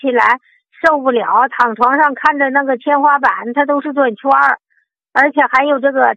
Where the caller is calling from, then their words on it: Zibo, Shandong, China; 啊，我是淄博张店区的啊。